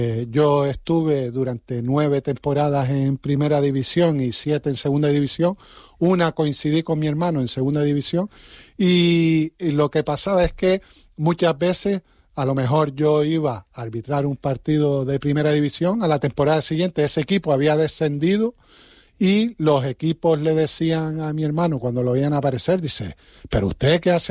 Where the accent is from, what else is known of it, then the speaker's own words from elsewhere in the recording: Arucas, Canary Islands, Spain; Yo, por ejemplo, yo soy de Arucas